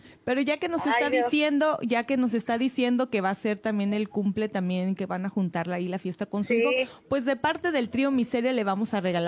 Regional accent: Morelia, Michoacán, Mexico; Mire, lo que pasa es que nosotros somos de aquí, de Morelia.

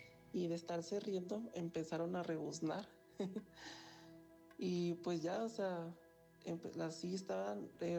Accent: Guadalajara, Jalisco, Mexico; soy originario de Guadalajara

